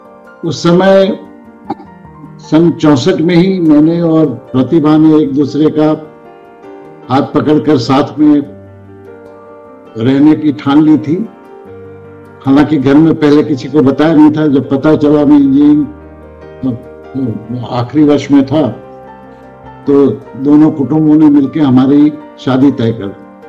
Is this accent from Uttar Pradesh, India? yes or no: no; Madhya Pradesh, India; also born or lived in Indore; पढ़ा मध्य प्रदेश में, वहाँ सब हिंदी में पढ़ाई करी, शुरू के कुछ वर्षों में मराठी में पढ़ाई करी थी।